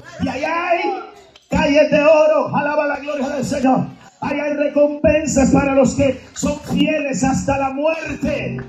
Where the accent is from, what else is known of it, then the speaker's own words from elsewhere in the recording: Guatemala; Yo sigo diciendo que soy de Guatemala, pero ya no se me oye igual, hermano.